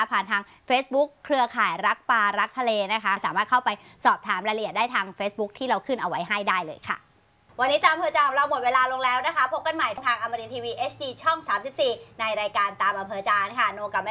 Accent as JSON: {"language": "Thai", "region": "Southern Thailand", "country": "Thailand", "said": "ไม่ได้เราเป็นคนใต้"}